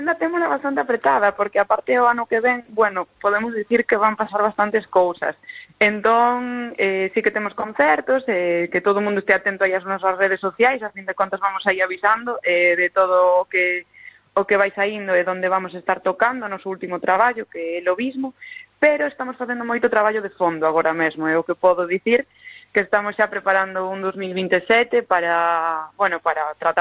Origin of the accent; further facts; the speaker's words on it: Galicia, Spain; e eu creo que é un patrimonio, bueno, inmaterial, fundamental, que nos define como galegos realmente.